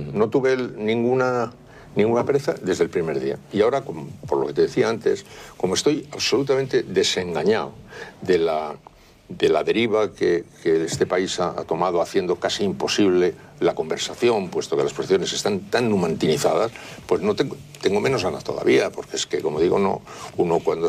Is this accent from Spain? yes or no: yes; Spain; No creo en Dios. Pero no creo en Dios, pero soy español.